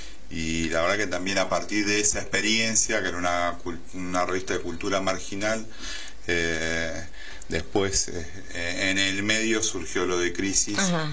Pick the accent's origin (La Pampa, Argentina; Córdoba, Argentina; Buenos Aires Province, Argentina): Buenos Aires Province, Argentina; Quilmes; Yo soy nacido y criado en Quilmes. Sí. Casi que inauguré la remodelación de la maternidad en el hospital, mira, de Quilmes, así que orgullosamente de Quilmes